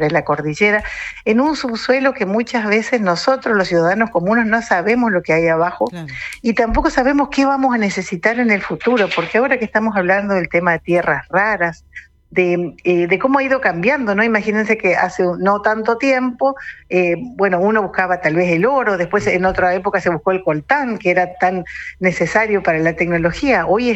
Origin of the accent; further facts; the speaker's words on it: Argentina; nosotros los argentinos